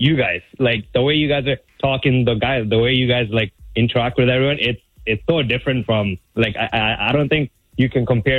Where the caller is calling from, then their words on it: Toronto, Ontario, Canada; I'm from Scarborough too.